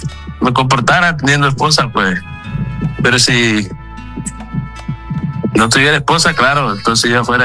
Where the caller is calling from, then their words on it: Tegucigalpa, Francisco Morazán, Honduras; Mi familia. Acá en Tegucigalpa.